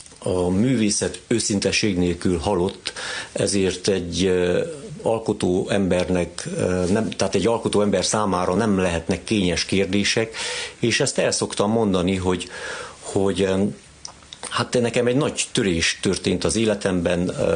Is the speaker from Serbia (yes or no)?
no; Transylvania, Romania; hiszen a szülőföldemnek a nevében is benne van, hogy Erdély, ahol erdők vannak, Transzilvánia, az erdőkön át, és ott együtt élünk ugye a nagyvadakkal.